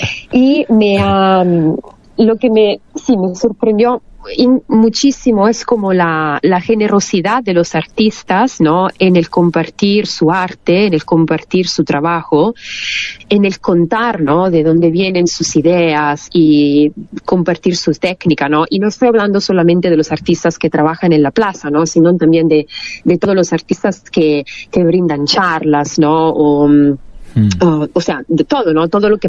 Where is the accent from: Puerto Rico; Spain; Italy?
Italy; born there; Spanish is a second language; now in Turin, Italy; Cuando volví a Italia fue bajar al río de mi pueblito, no de Torino, sino de donde originariamente, donde sí. nací